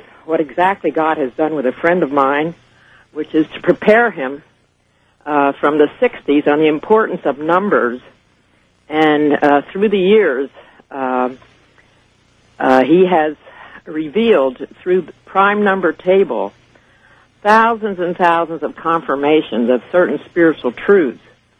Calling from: Lower Westchester County, New York, United States; I live in Lower Westchester County in New York.

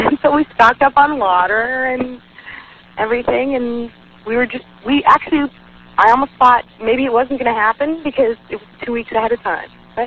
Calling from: Seattle, Washington, United States; I'm in Seattle, Washington.

